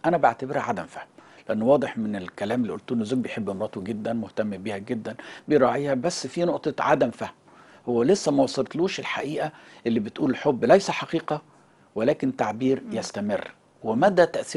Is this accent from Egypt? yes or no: yes; Upper Egypt, Egypt; أنا صعيدي، أنا أبا عن جد صعيدي،